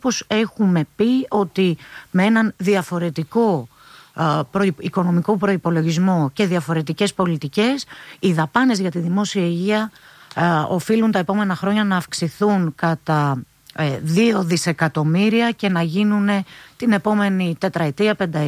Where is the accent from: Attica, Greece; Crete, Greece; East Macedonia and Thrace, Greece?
East Macedonia and Thrace, Greece; στα μέρη μου πάνω στον Εύρο